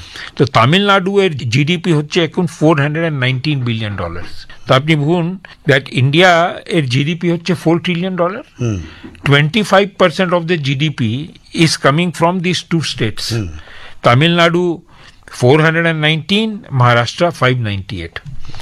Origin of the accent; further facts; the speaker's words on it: India; born there; আমি ভারতবর্ষে জন্ম নিলাম, আমার জন্ম পাকিস্তানে হয়নি, আমার জন্ম বাংলাদেশে হয়নি, আর তারপরে যদি আমাকে পার্টিশনের পরে বাংলাদেশেও যেতে হলো না, পার্টিশনের পরে পাকিস্তানে যেতে হলো না।